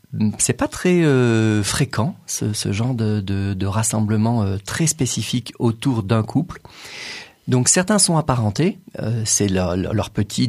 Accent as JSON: {"language": "French", "country": "France", "said": "chez nous en France"}